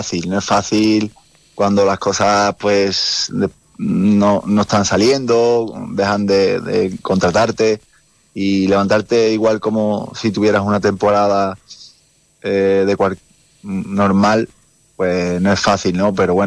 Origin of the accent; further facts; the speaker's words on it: Seville, Andalusia, Spain; verdad que siendo de Sevilla, pero me siento un poco navarro